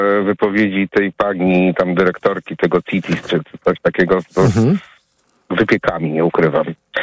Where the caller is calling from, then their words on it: Warsaw, Masovian Voivodeship, Poland; akurat ja dzwonię z Warszawy